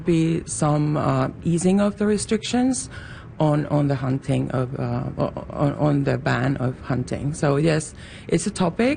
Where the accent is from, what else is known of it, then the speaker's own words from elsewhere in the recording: Lapland, Finland; I'm actually from Lapland, and that's also a place where we get a lot of tourists.